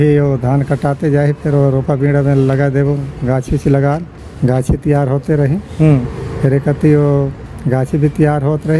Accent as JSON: {"language": "Hindi", "area": "Surguja district", "region": "Chhattisgarh", "country": "India", "said": "ग्राम केसमा फलाक ऑफिस उदयपुर जिला सरगुजा का रहने वाला हूँ, खेती बाड़ी करता हूँ।"}